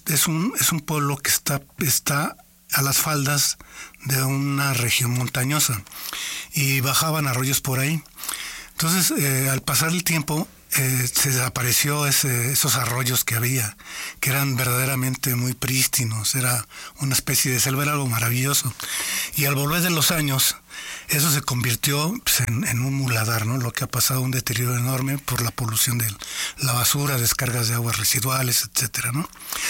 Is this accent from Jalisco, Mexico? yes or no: no; Mexico City, Mexico; born there; moved away; also born or lived in Guanajuato; yo vengo de la Ciudad de México, uh-huh, y soy de Guanajuato